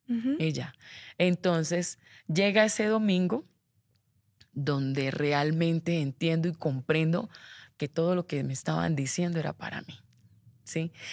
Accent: Valledupar, Cesar, Colombia; born there; moved away; pero no soy de Bucaramanga, soy de Colombia, pero no soy de Bucaramanga. Yo nací en la costa, en Valledupar.

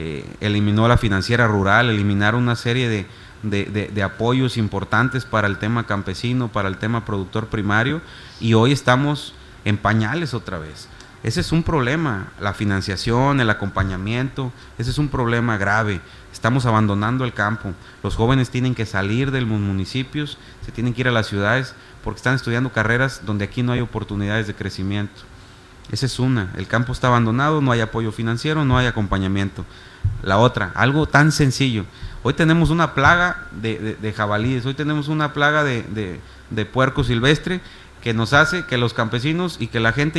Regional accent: San Martín Chalchicuautla, San Luis Potosí, Mexico

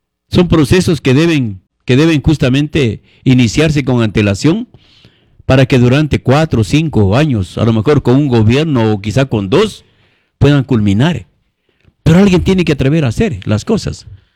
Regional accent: Ecuador; somos los ecuatorianos

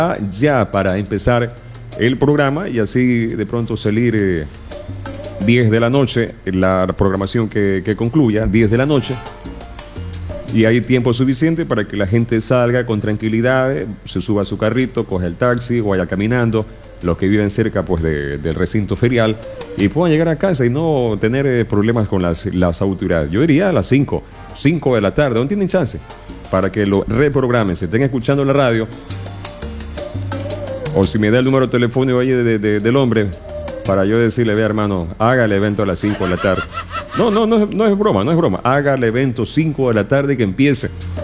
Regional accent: Ecuador; porque no todos los ecuatorianos somos impuntuales

